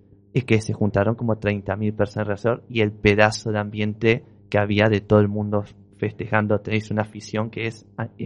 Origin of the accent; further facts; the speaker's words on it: Argentina; now in A Coruña, Spain; soy argentino